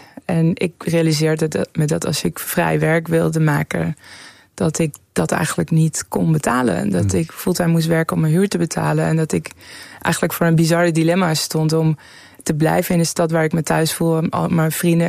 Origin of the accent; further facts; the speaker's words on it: Tehran, Tehran Province, Iran; now in Netherlands; Ik bedoel, wij waren daar naar Nederland gekomen. Ik kwam uit een grote stad. Ik ben opgegroeid in Teheran.